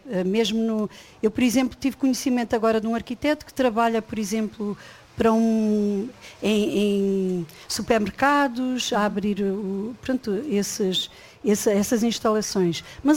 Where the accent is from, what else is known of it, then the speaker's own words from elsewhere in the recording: Angola; now in Portugal; eu fui uma pessoa que vim de Angola. Pronto, os meus pais também foram para a África.